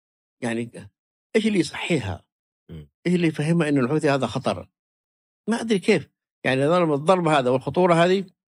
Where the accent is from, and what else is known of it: Yemen